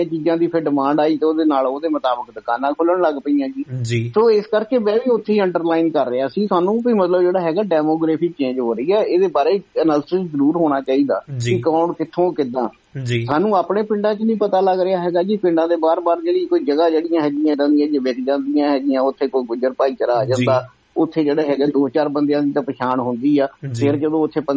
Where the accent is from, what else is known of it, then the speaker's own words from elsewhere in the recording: Punjab, India; ਅਸੀਂ ਪਿੰਡਾਂ ਦੇ ਰਹਿਣ ਵਾਲੇ ਹੈਗੇ ਆ, ਸਾਡੀ ਤਾਂ ਵੋਟ ਵੀ ਹੈ ਨੀ ਸ਼ਹਿਰਾਂ ਦੇ ਵਿੱਚ